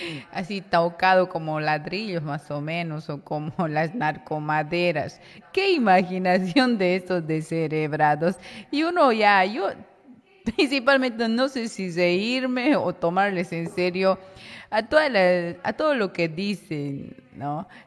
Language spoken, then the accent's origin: Spanish; Bolivia; Nosotros como pueblo boliviano, como la Bolivia profunda, la Bolivia diversa